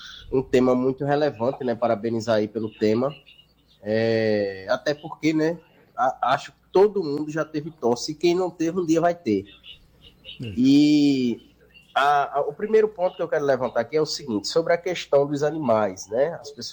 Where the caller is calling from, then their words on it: Jaboatão dos Guararapes, Pernambuco, Brazil; sou da cidade de Jaboatão dos Guararapes, bairro do Cavaleiro.